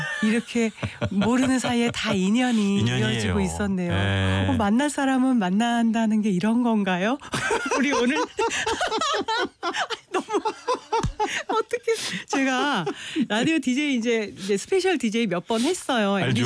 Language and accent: Korean; Tongyeong, South Gyeongsang, South Korea; born there; 제가 태어난 통영 제가 태어난 곳이에요. 그래가지고 통영은 어떤가요?